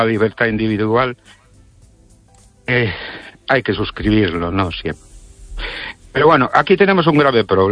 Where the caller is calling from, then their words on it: Ourense, Galicia, Spain; de Orense.